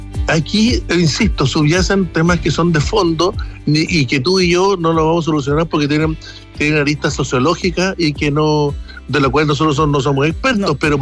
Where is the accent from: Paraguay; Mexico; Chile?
Chile; nosotros como chilenos, y me voy a incluir